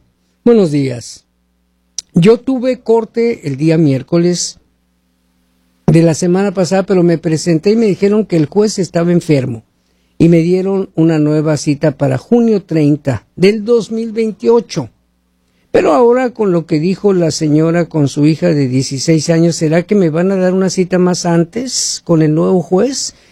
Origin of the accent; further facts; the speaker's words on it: Guatemala; Soy de Guatemala. Gracias.